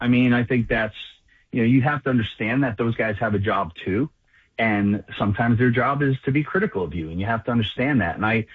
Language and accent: English; New York, United States; And I always used to remember as a kid, like growing up in New York